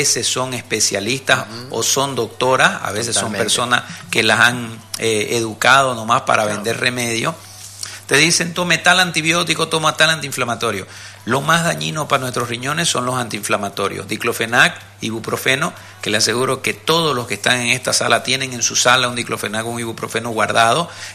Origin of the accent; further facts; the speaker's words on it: Bolivia; yo soy boliviano